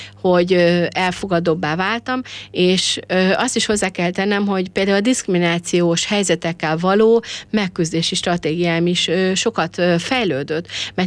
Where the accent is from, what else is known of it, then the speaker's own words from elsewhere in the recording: Hungary; first language Hungarian; also born or lived in Budapest; Én romungró cigány vagyok, ez azt jelenti, hogy magyar anyanyelvű cigány, családba születtem, a szüleim se beszéltek már cigányul